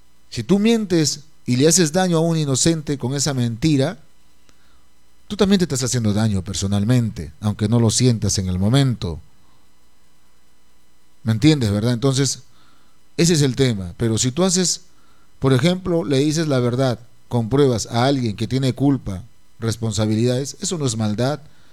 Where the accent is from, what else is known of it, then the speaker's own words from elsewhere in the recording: Peru; Somos peruanos.